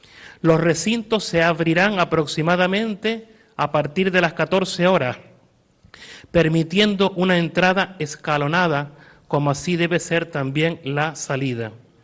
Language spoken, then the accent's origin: Spanish; Canary Islands, Spain; nuestra tierra